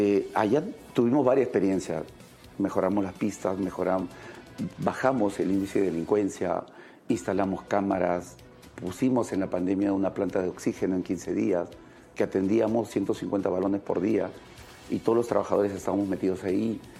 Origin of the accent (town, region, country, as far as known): Peru